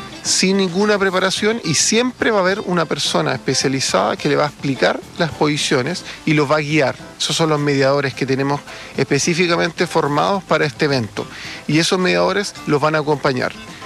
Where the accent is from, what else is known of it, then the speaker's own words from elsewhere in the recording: Valdivia, Los Ríos, Chile; yo crecí acá en Valdivia